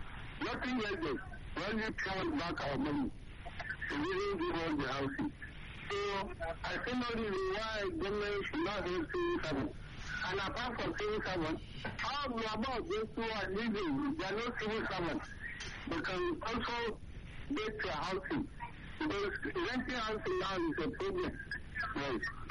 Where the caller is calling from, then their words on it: Niger State, Nigeria; I said, well, I'm calling from Niger State, Niger.